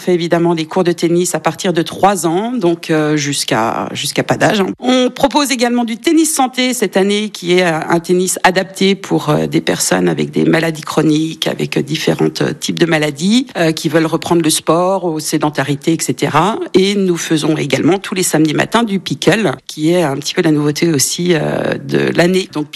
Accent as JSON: {"language": "French", "region": "Grand Est", "country": "France", "moved": "as an adult", "lives_now": "Ardentes, France", "said": "Je viens des Vosges à l'origine et je suis arrivée du côté de l'Indre il y a une petite vingtaine d'années."}